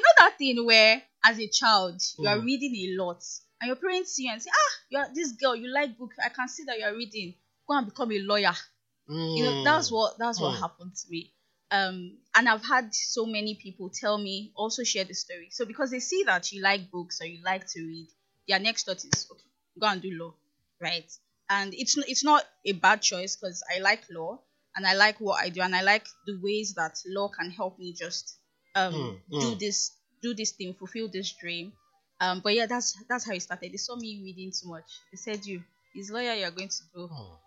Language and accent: English; Lagos, Nigeria; also born or lived in Ebonyi; because I grew up in Ajigule.